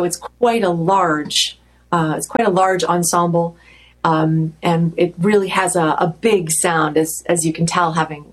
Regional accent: Toronto, Ontario, Canada; now in New York City, United States; I'm from Toronto as well, although I didn't meet her until I moved to New York.

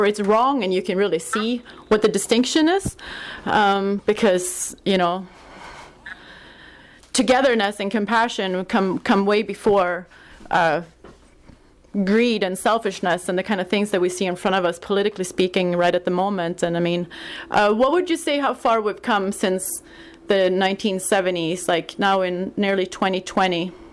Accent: Sweden; moved away as an adult; now in Canada; I grew up in Sweden, I've spent the last nearly 20 years here in Canada, and it's completely different experience, and I mean, I'm a white person

